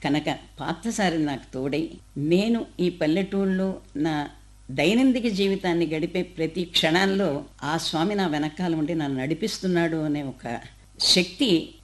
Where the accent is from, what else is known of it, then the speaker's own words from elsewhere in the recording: Chennai, Tamil Nadu, India; నిజానికి నేను మెడ్రాసులు, లైట్లు, సంగీత సభలు, తార్ రోడ్లు ఇవన్నిటితో పెరిగాను.